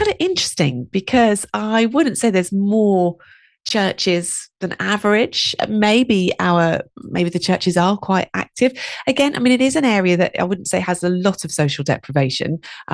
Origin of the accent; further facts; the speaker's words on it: South East England, United Kingdom; Okay, I've done a little search for my hometown, which is the place I was brought up in, the place I moved away from, and the place that I move back to. It's in the district of Sevenoaks in Kent.